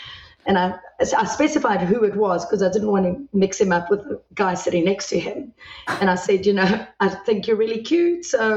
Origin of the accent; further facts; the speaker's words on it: South Africa; So I grew up in South Africa